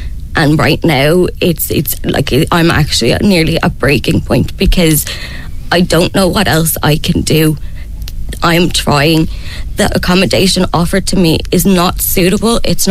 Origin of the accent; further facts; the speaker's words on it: Bray, Leinster, Ireland; I'm from Bray. I lived in Bray my whole life. I worked in Bray.